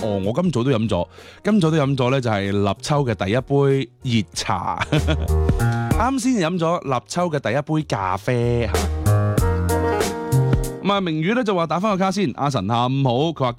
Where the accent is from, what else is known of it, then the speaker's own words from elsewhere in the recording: Guangdong, China; 我哋广东人众所周知冇秋天噶嘛，系嘛？只有夏天同埋冬天，我哋一般系一夜入冬啊嘛。